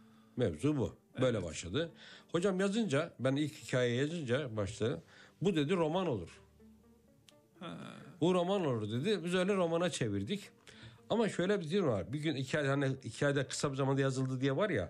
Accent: Black Sea Region, Turkey; born there

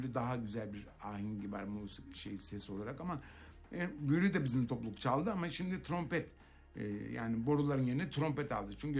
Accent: Istanbul, Turkey; ben çocukluğum Fatih'te büyüdüm.

